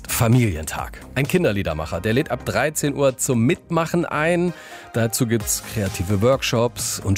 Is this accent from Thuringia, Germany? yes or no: yes; Breitenbach, Thuringia, Germany; Die original Breitenbacher Füßlinge aus meinem Heimatdorf, die sind da. Das ist so ein Verein, der eben Füßlinge macht. Das ist so eine Art Stoffschuh, der ganz früher in Breitenbach im Eichsfeld hergestellt wurde.